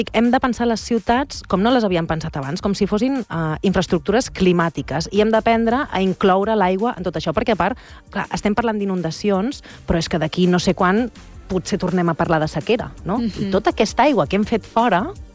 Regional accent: Sant Andreu, Catalonia, Spain; jo sóc de Sant Andreu, i va caure un xàfec que jo no havia vist en la vida, però és que jo no havia vist el meu poble inundat d'aquesta manera.

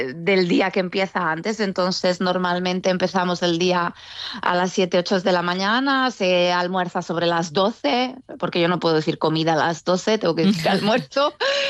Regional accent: Zaragoza, Aragon, Spain; una canción que me lleve a mi tierra. Cualquier jota, yo nunca he cantado jotas, pero a veces los grupos cuando se enteran que soy de Zaragoza me cantan alguna jota y me hacen llorar

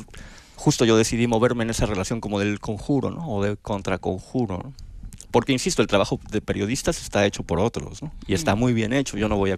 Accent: Mexico City, Mexico; born there; moved away as an adult; also born or lived in Bolivia; yo sí nací en Ciudad de México, y pensé que estaba desarrollando una tesis que nunca terminé.

